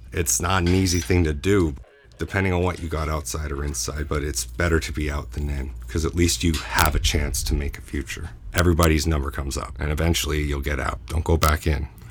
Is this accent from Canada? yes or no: yes; Canada; Being a Canadian traveler